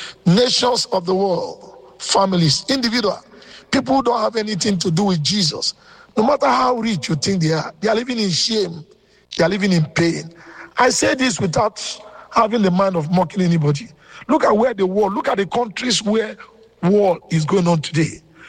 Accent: Nigeria; now in Benin City, Nigeria; I'm a Nigerian. And precisely, I live in Edo State. I live in Benin City.

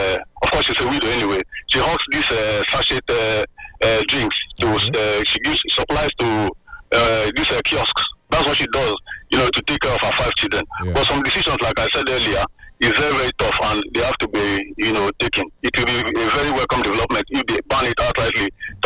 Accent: South East, Nigeria; born there; those days when we were growing up, we'd be handed, a little token to go and get, call it in KG, in southeast part of this country.

